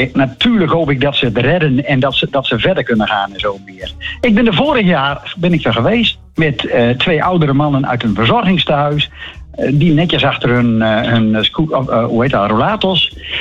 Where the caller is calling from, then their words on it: Groningen, Netherlands; als Groninger weet je natuurlijk wel een beetje het hele Waddenzee gebeuren.